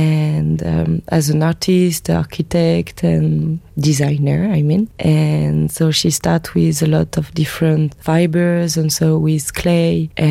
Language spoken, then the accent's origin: English; Brittany, France; English is a second language; I'm coming from the Breton part of France.